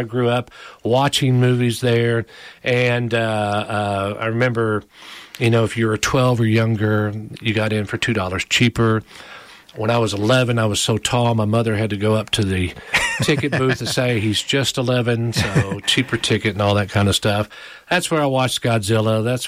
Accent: Paragould, Arkansas, United States; Now, I wasn't born in Paragould, but I've been there all but 3 years of my life. So I'm from Paragould.

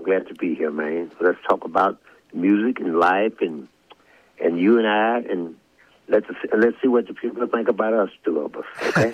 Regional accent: Louisiana, United States; because I'm from Louisiana, but my first encounter of the stage was in Arkansas

